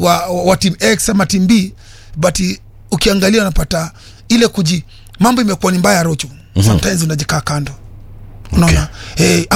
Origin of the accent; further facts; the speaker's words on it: Nairobi, Kenya; tumetoka Maringo.